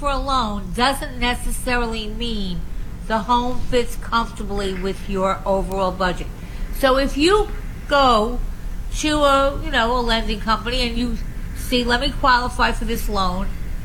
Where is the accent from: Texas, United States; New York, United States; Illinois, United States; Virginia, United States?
New York, United States; Long Island; I came from Long Island. It was easy there to rent. When I went to the city, it was a whole to-do.